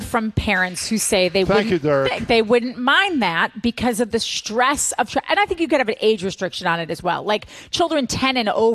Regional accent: Wisconsin, United States; okay, so I'm from Wisconsin. Everybody knows that.

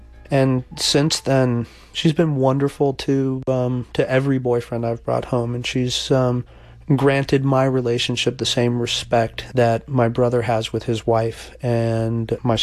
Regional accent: Miami, Florida, United States; Growing up in Miami, especially if you're Hispanic, you straddle two different cultures.

